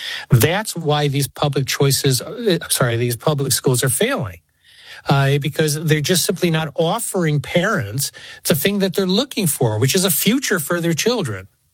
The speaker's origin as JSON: {"language": "English", "town": "Chicago", "region": "Illinois", "country": "United States", "tie": "born or raised there", "lives_now": "Northern Virginia, United States", "said": "I grew up in Chicago."}